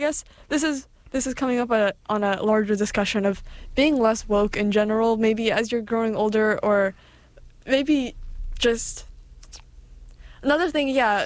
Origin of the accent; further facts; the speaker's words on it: Ukraine; now in Boston, United States; I'm from Ukraine